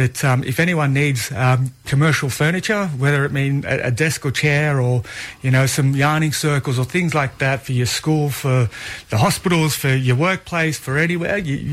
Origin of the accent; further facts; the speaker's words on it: Australia; Well, I'm born and bred here in Australia. I've got great heritage, and that's given me good athletic ability. But I'm an Australian through and through